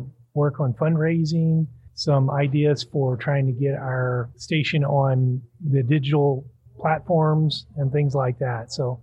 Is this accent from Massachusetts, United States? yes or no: no; Houston, Texas, United States; moved away; I grew up in the Houston area.